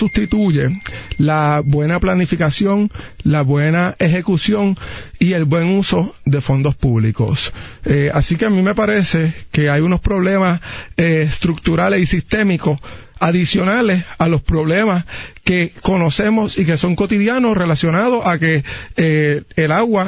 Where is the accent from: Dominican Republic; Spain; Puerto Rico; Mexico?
Puerto Rico; Aguada; el noroeste de donde yo soy, Aguada.